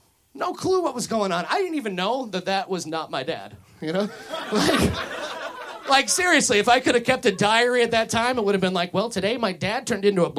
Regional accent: Lansing, Illinois, United States; I come from Lansing, Illinois. That's like near Indiana, so you know what's going on already. Like when I was a kid, Lansing was about 80% white

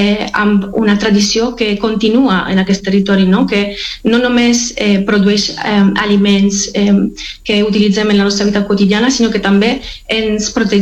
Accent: Valencian Community, Spain; el paper que té en la nostra identitat com a valencianes.

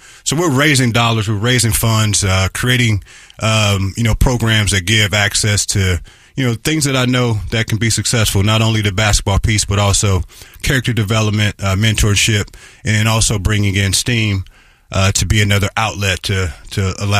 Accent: St. Louis, Missouri, United States; I'm from St. Louis, so everywhere I go, we talk about St. Louis, and obviously I'm a basketball guy

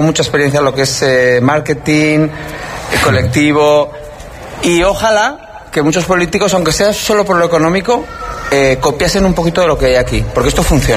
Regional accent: Pamplona, Navarre, Spain; now in Maspalomas, Spain; Yo soy de Pamplona.

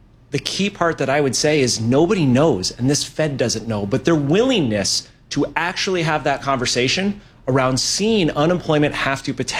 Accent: San Diego, California, United States; Oh, I grew up in San Diego, so for me, it's definitely the Padres.

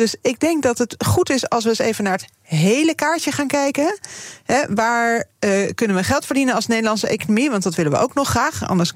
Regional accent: Wassenaar, South Holland, Netherlands; Nou ja, ik kom uit Wassenaar, dus op zich zou het best leuk zijn.

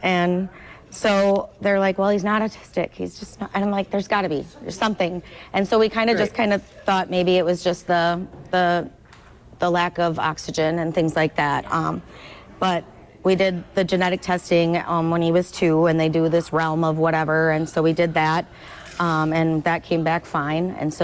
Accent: Rushford, Minnesota, United States

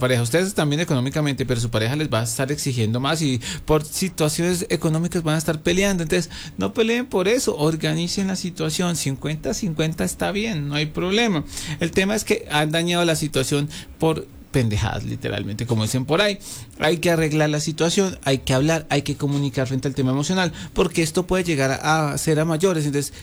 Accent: Colombia; tenemos más fuerte nuestra oración como colombianos

